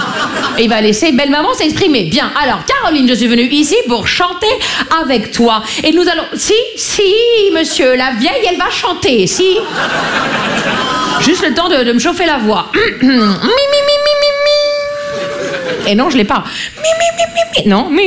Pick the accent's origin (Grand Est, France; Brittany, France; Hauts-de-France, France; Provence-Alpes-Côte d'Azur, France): Grand Est, France; accent: Vosges